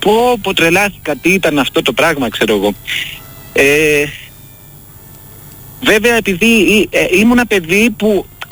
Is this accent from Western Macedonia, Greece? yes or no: no; Athens, Attica, Greece; also born or lived in Tripoli; Ήμασταν τότε στην Τρίπολη που είχα γεννηθεί εγώ. Βέβαια μεγάλωσα στην Αθήνα, σε ένα σπίτι, τέλος πάντων, το οποίο ήταν νοικιασμένο